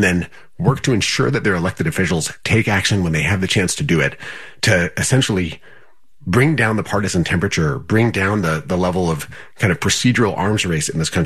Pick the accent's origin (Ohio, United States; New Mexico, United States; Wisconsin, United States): Wisconsin, United States; including letting people progressive movement in my home state of Wisconsin, the capital P progressive movement.